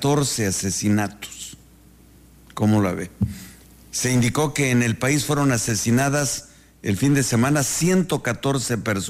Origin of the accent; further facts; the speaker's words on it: La Trinitaria, Chiapas, Mexico; now in Tuxtla Gutiérrez, Mexico; saludos a La Trinitaria, allá mi pueblo, La Trinitaria